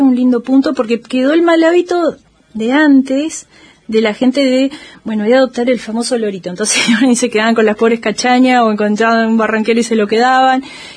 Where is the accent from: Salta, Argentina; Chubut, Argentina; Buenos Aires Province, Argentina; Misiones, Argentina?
Chubut, Argentina; Corcovado; moved away; como me pasaba cuando yo era chica. ¿De qué lugar? O sea, yo te hablo de Corcovado